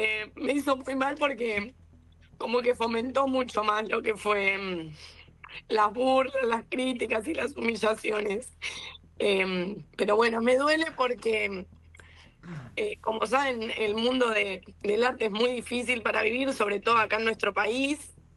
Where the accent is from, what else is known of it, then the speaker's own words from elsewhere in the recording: Cañuelas, Buenos Aires Province, Argentina; Yo soy de Cañuelas, para los que no saben. Yo viajo mucho para Capital, vivo viajando.